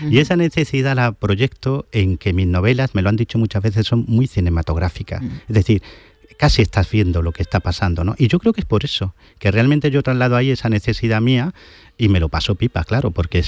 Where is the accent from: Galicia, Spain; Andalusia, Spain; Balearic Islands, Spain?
Andalusia, Spain; Granada; Que os voy a decir en Sevilla, o yo que soy de Granada, ¿no?